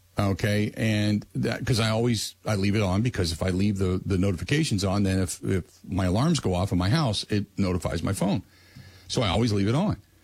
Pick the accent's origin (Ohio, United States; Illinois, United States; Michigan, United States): Ohio, United States; Cincinnati; I grew up in Hamilton County, which is Cincinnati, basically.